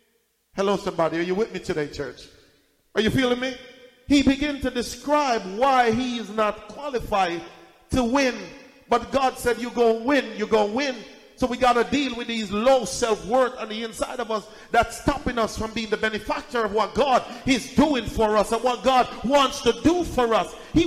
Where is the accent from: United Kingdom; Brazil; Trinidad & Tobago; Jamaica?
Jamaica; I'm from Jamaica. I am the least likely person in my family. I am the black sheep of the family.